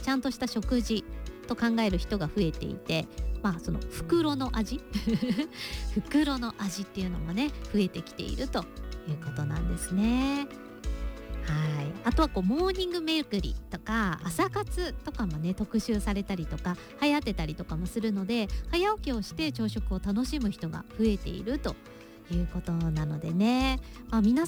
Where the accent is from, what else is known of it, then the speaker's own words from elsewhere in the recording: Kyushu, Japan; moved away; 私は九州出身なんですけど、